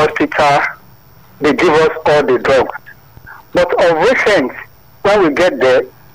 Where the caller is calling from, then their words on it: Nigeria; Yes, I'm calling from Ijai.